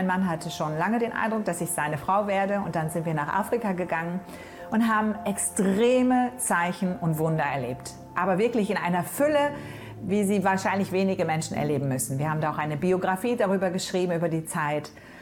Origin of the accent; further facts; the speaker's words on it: Hamburg, Germany; born there; Ich bin in Hamburg geboren, in eine große Familie und meine Eltern sind beide gläubig